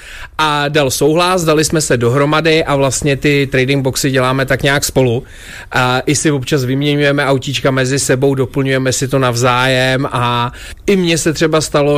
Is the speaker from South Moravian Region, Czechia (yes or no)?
no; Stará Boleslav, Central Bohemian Region, Czechia; Jsem taky ze Starý Boleslavy, Hot Wheels si sbírám 4 roky